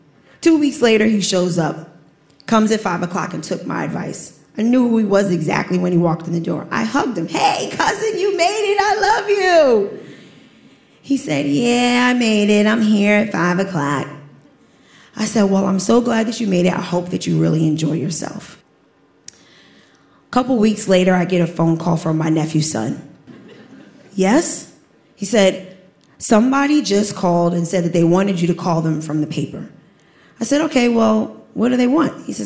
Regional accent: Staten Island, New York, United States; I'm from Staten Island, but I'm an 8th-generation direct descendant from Sandy Ground.

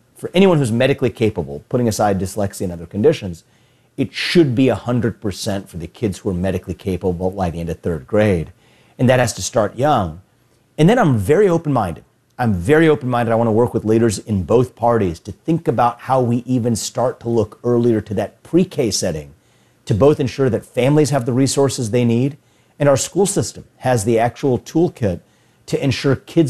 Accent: Cincinnati, Ohio, United States; in Cincinnati, my hometown

